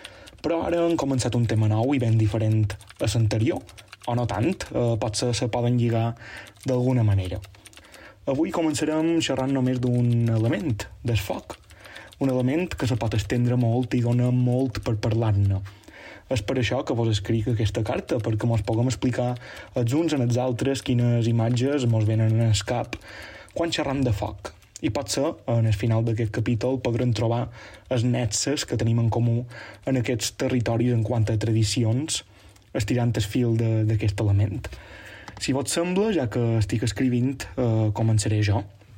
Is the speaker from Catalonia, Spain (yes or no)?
no; Sa Pobla, Balearic Islands, Spain; en el meu poble, la Pobla, a Mallorca